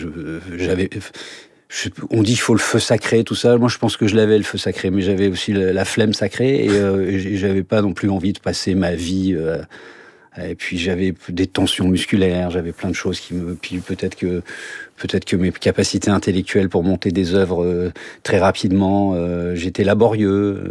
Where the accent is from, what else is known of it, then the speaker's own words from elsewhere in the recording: Paris, Île-de-France, France; dans mon immeuble où j'ai grandi à Montparnasse